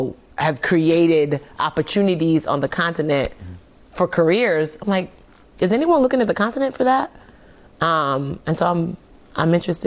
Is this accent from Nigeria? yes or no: yes; Nigeria; But because I'm Nigerian, I can't just to have a hobby.